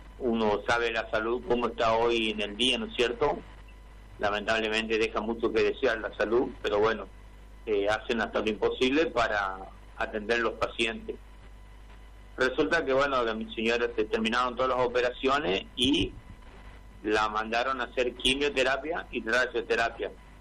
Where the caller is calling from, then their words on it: Charata, Chaco, Argentina; De Charata, de Charata.